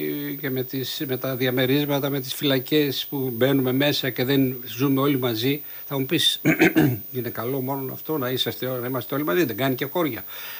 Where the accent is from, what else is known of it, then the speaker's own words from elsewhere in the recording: Makrirrachi, Thessaly, Greece; born there; Είμαι από τη Μακριράχη Πηλίου από το 1961.